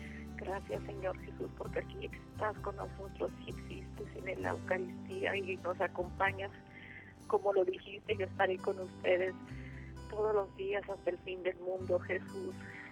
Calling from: Mexico City, Mexico; De la Ciudad de México.

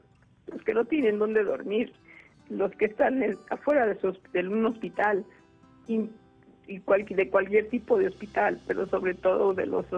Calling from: Guadalajara, Jalisco, Mexico; De aquí, de Guadalajara.

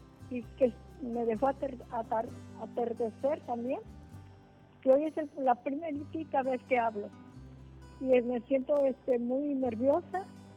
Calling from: Coquimatlán, Colima, Mexico; Le hablo de Coquimatlán, Colima.

